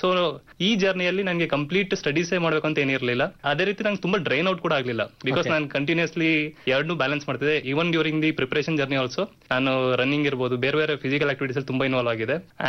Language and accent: Kannada; Srirangapatna, Karnataka, India; also born or lived in Mysore; ನಾನು ಮಂಡ್ಯ ಜಿಲ್ಲೆ ಶ್ರೀರಂಗಪಟ್ಟಣ ತಾಲೂಕು ಗಂಜಾಮ್ ಅಂತ ನನ್ನ ಊರು. ನಾನು ಆದರೆ ಸ್ಕೂಲಿಂಗು ಎಲ್ಲ ಮಾಡಿದ್ದು ಮೈಸೂರಲ್ಲೇ. ನಾನು ಫಸ್ಟ್ ಸ್ಟ್ಯಾಂಡರ್ಡ್ ಇಂದ ಹಿಡಿದು ಇಂಜಿನಿಯರಿಂಗ್ ಕಂಪ್ಲೀಟ್ ಮಾಡೋ ತನಕ ಮೈಸೂರೇ ಮಾಡಿದ್ದು ನಂದು.